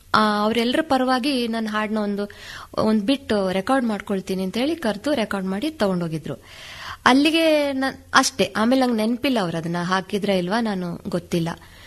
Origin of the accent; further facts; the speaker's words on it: Kukke Subramanya, Karnataka, India; ಅಲ್ಲ, ನಾನು ಕುಕ್ಕೆ ಸುಬ್ರಹ್ಮಣ್ಯದವಳು.